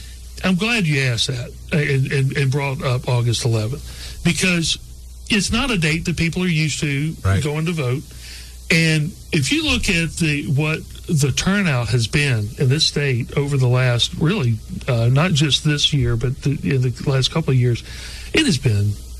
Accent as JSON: {"language": "English", "region": "Alabama", "country": "United States", "tie": "born or raised there", "said": "because I grew up in Baldwin County, lived in the Wiregrass."}